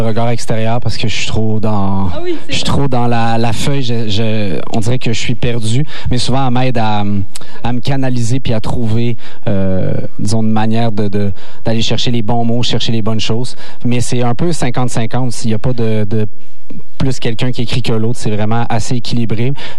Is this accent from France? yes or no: no; Quebec, Canada; now in Montréal, Canada; Nous, on est à Montréal, mais on vient de, du nord du Québec. Donc, c'est, il fait un petit peu plus froid.